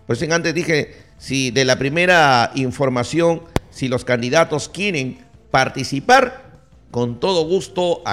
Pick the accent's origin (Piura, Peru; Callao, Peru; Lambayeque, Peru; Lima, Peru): Lambayeque, Peru; Olmos; para todos nosotros los olmanos